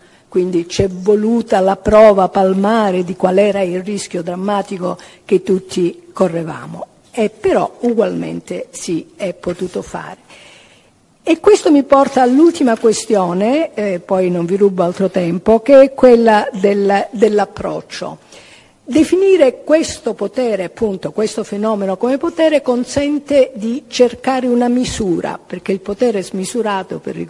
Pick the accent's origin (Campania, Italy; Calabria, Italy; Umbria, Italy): Calabria, Italy; sono calabrese